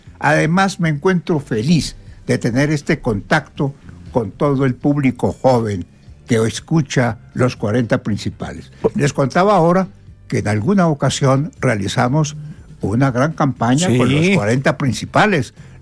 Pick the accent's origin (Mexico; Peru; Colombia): Colombia; Ibagué, Tolima; Hombre, el Show de las Estrellas nace en Ibagué, mi tierra natal.